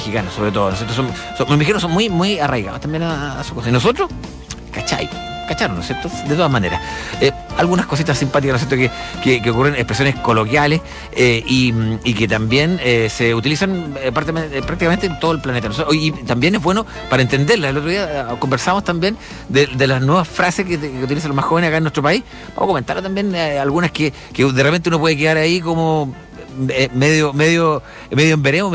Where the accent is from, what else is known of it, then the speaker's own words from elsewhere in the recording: Chile; a nosotros se nos conoce mundialmente por nuestro cachay